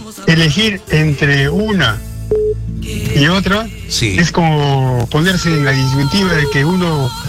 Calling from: Trujillo, La Libertad, Peru; de Trujillo.

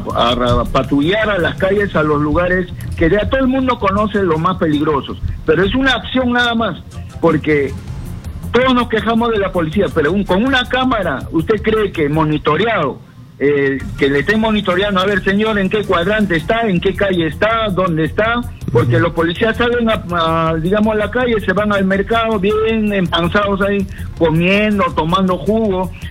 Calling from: Lima, Peru; de San Juan de Lurigancho.

